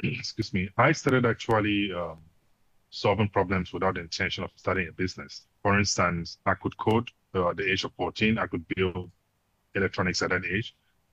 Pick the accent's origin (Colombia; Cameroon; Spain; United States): Cameroon; also born or lived in Nigeria / South Africa; I grew up in Cameroon, spent some time in Nigeria and other parts of West Africa, and then South Africa. So I've spent a considerable amount of time in South Africa.